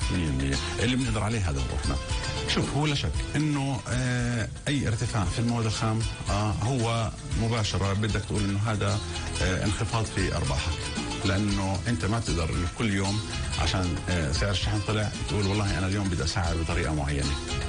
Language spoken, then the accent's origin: Arabic; Nablus, West Bank, Palestine; واحنا نفتخر انه في عندنا بنابلس مصنع الزيوت النباتيه،